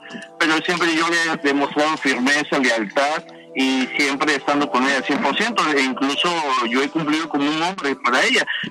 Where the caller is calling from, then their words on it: Veracruz, Mexico